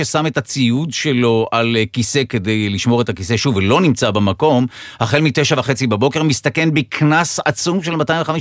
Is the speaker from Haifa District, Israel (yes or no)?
no; Netanya, Central District, Israel; אחת עם אבי כשהייתי ילד בנתניה